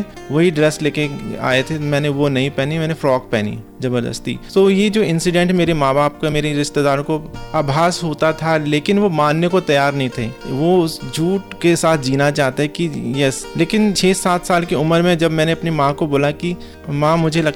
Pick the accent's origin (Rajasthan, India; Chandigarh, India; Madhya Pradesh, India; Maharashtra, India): Chandigarh, India; also born or lived in Devprayag, Pauri Garhwal, Uttarakhand; चंडीगढ़ में ही रह रही हूँ, और मेरी जो सारी एजुकेशन है वो चंडीगढ़ में ही हुई है, और मेरा जो पालन पोषण है पंजाब यूनिवर्सिटी के कैंपस में ही हुआ है।